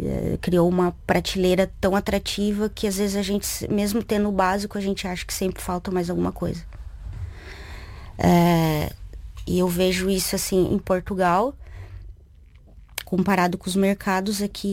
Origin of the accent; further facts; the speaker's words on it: Paraná, Brazil; eu venho do Paraná, é um tipo de cultura, mas cresci no interior, que aí é outro tipo de cultura